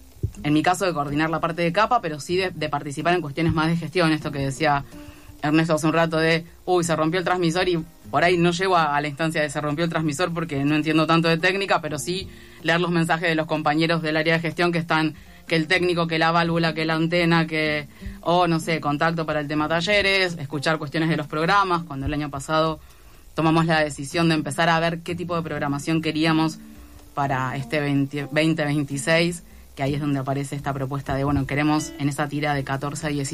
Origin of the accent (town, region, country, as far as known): Bahía Blanca, Buenos Aires Province, Argentina; moved away as an adult; now in Buenos Aires, Argentina